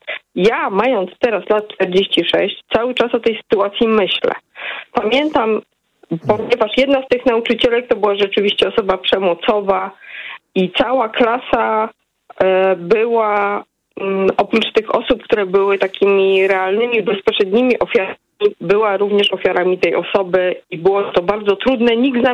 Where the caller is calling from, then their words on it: Wrocław, Lower Silesian Voivodeship, Poland; Jestem z Wrocławia.